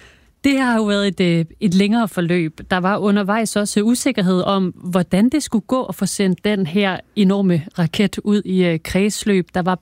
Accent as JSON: {"language": "Danish", "town": "Middelfart", "region": "Region of Southern Denmark", "country": "Denmark", "said": "jeg kommer jo fra Middelfart."}